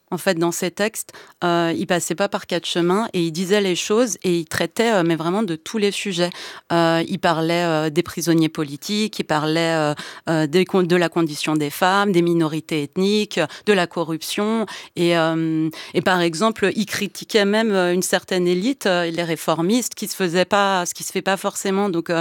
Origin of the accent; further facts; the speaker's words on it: France; also born or lived in Iran; je suis née en Iran, j'ai grandi en France et depuis toujours, je vis entre deux mondes.